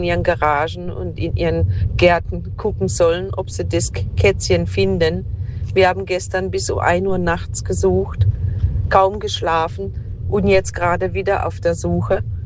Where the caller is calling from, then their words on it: Rastatt, Baden-Württemberg, Germany; aus Rastatt.